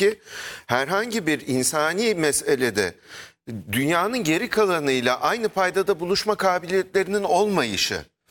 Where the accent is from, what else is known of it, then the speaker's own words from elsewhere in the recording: Konya, Turkey; Biz küçükken, biz Konyalıyız, memlekete gidiyoruz. İplikçi Camii var. İplikçi Camii'nin başına gelenleri falan dinliyoruz tek parti döneminde.